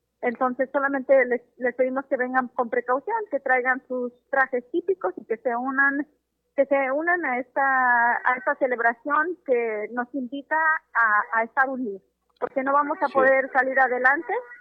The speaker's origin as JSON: {"language": "Spanish", "region": "Puebla", "country": "Mexico", "moved": "yes", "lives_now": "New York, United States", "said": "poblanos, los mexicanos de esta área, somos poblanos. Yo soy poblana."}